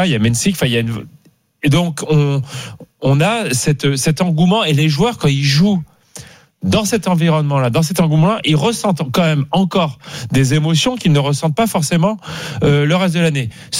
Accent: France; Donc, nous, déjà, en tant que Français, la Coupe Davis doit rester quand même hyper importante, une priorité.

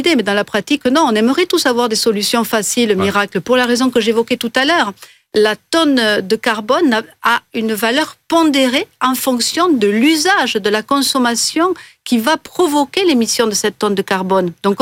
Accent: France; Moi, je viens des Pyrénées, où on est le berceau en France des énergies renouvelables du solaire.

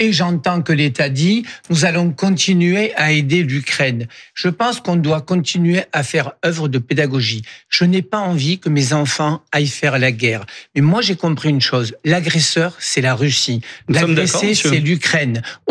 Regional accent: France; Je suis Français. Je suis en difficulté.

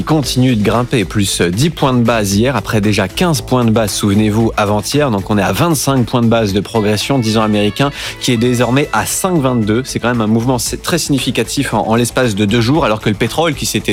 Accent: France; Chez nous, en France

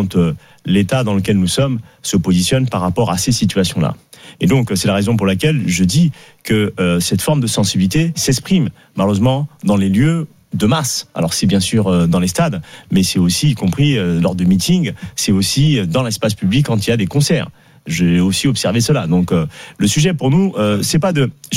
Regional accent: France; Je suis français à part entière, et puis je suis d'origine malienne

